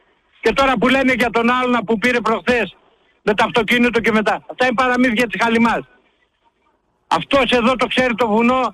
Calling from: Reokastro, Central Macedonia, Greece; Από το Ρεόκαστρο είμαι ρε παιδιά

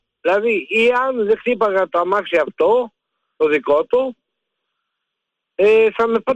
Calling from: Ilion, Attica, Greece; είμαι από Ήλιον.

